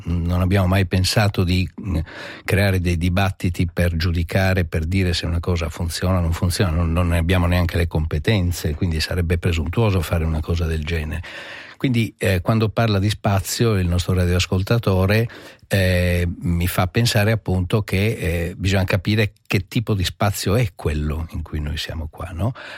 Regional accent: Sardinia, Italy; adesso io vengo dall'Italia dove ci sono, dalla Sardegna in particolare, dove ci sono, cioè, il medico condotto arrivava qualche giorno dopo generalmente

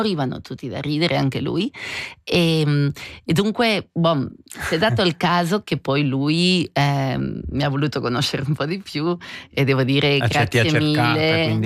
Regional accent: Argentina; Italian is a second language; Perché dall'Argentina avevo un'idea della Svizzera come un posto sterile.

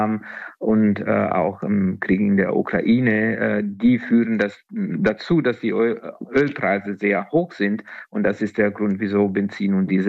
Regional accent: Italy; moved away; Ja, ich bin Italiener

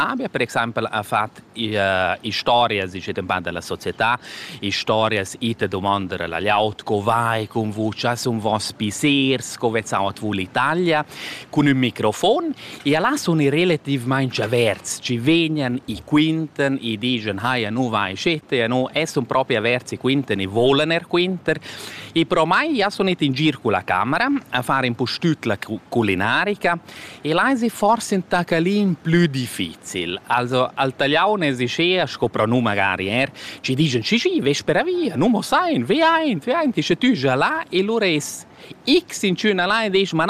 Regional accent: Switzerland; io sono della Svizzera

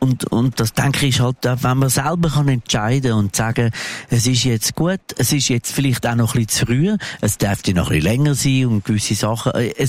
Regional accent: Zurich, Switzerland; accent: Zurich; also born or lived in Glarus; Meine Wurzeln sind, man hört es an meiner Schnur an, in der Stadt Zürich. Ursprünglich bin ich Glarner.

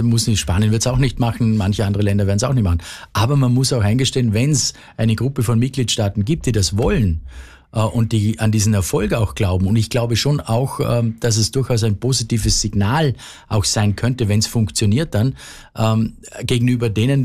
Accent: Vorarlberg, Austria; ich bin an der Schengen-Außengrenze eigentlich aufgewachsen, an der Grenze zur Schweiz

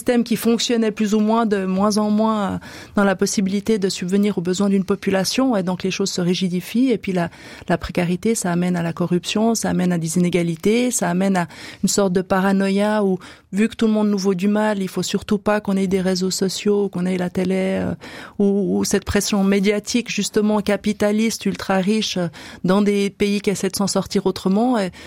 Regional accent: Switzerland

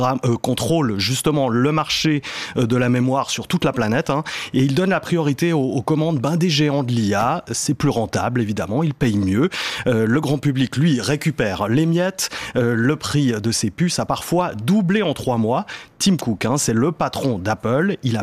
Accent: Switzerland; Chez nous, en Suisse

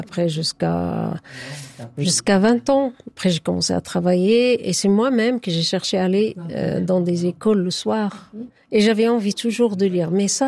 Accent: Morocco; French is a second language; now in Switzerland; je suis d'origine marocaine.

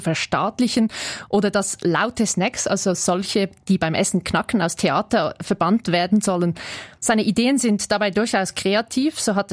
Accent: Switzerland; sicher sagen, dass Humor in der britischen Politik einen viel höheren Stellenwert hat als zum Beispiel bei uns in der Schweiz.

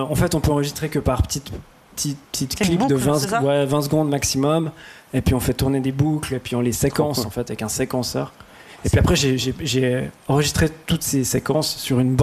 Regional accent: Fribourg, Switzerland; Ben, moi, comme je viens de Fribourg, j'ai la chance de collaborer avec une sorte de fonds de soutien pour des jeunes artistes qui s'appelle La Gustave.

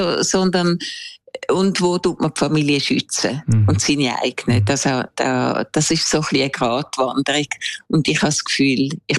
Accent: Switzerland; born or raised there; moved away

